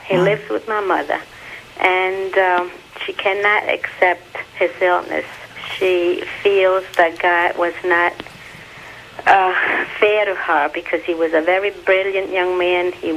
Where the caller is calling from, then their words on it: New York, United States; I'm from New York.